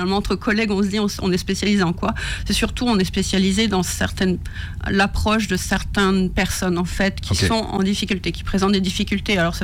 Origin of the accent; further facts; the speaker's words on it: Grand Est, France; Moi, okay, je suis de Lorraine, donc du coup j'ai travaillé en Lorraine, Nancy et puis la Meuse.